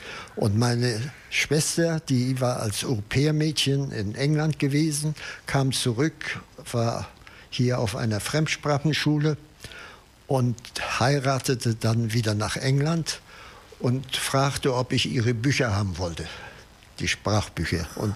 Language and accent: German; West Pomeranian Voivodeship, Poland; moved away as an adult; also born or lived in Mecklenburg / Dresden / Berlin / Heidelberg; now in Travemünde, Germany; Wir stammen aus Pommern und ich habe nur Bauern in bei meinen Vorfahren. Und zwar haben die mütterlicherseits auf einer kleinen Insel im Oder-Mündungsgebiet gelebt.